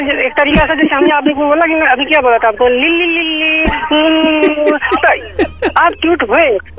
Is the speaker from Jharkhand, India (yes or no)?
no; Gonda, Uttar Pradesh, India; गोंडा में तो देखा जाए तो सबसे सुंदर सबसे स्वस्थ मेरा गांव है, क्योंकि मेरा मतलब जो है जन्म यहीं पे हुआ है